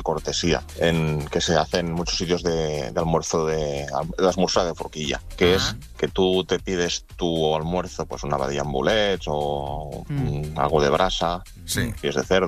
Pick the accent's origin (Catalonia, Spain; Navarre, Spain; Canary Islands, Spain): Catalonia, Spain; Sant Celoni; Hola, buenos días … de Barcelona.